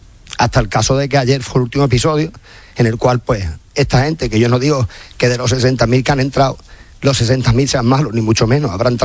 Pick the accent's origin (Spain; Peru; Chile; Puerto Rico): Spain; Ceuta; pues soy hijo de Ceuta, hijo de una persona que vino en el año después de la guerra a buscarse la vida aquí, donde nació mi padre, nací yo